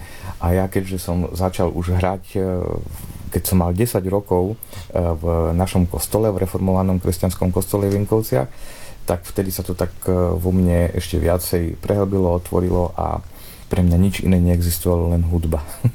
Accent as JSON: {"language": "Slovak", "town": "Jenkovce", "region": "Košice Region", "country": "Slovakia", "tie": "born or raised there", "said": "odkiaľ pochádzam z ďalekého východného Slovenska, konkrétne 3 km od Užhorodu, je to malá dedinka Jenkovce."}